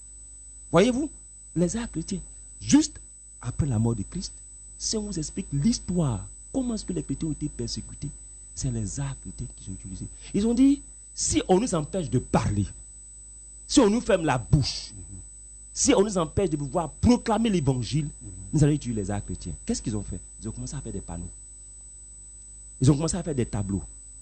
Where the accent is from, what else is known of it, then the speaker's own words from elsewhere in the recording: Côte d’Ivoire; Moi, ici, africain, je suis ivoirien.